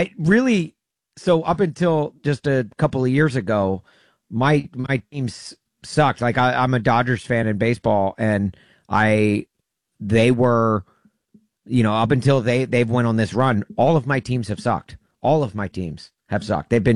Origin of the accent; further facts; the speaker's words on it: Los Angeles, California, United States; born there; I was born in Los Angeles